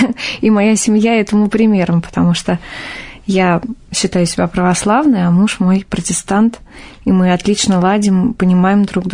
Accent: Ivanteyevka, Moscow Oblast, Russia; moved away as an adult; also born or lived in Pereslavl-Zalessky; now in Moscow, Russia; Я родилась в городе Переславль-Залесский. Потом родители переехали в город Ивантеевка, Подмосковье. И там я росла и жила, пока не вышла замуж. А выйдя замуж, я переехала жить в Москву.

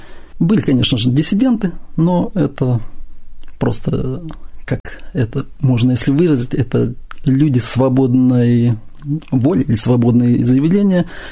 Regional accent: Uryupinsk, Volgograd Oblast, Russia

